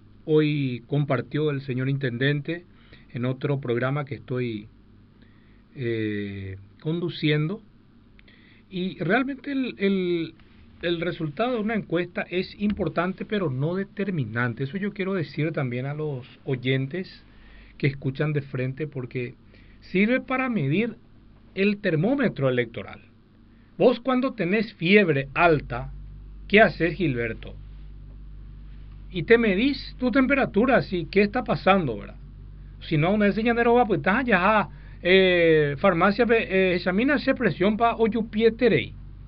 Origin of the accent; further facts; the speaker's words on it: Paraguay